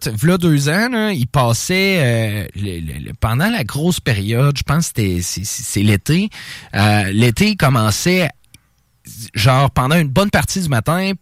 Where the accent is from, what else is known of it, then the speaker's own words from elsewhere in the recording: Quebec City, Quebec, Canada; also born or lived in British Columbia; now in Lévis, Canada; Toujours habité à Québec avant, à part le BC. Là, c'est la première fois de ma vie que je reste